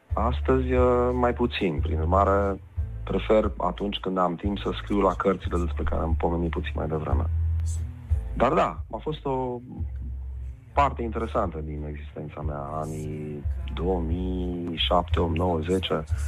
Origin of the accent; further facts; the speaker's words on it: Transylvania, Romania; Eu sunt ardelean, ca și tine și ca mulți care ne ascultă acum.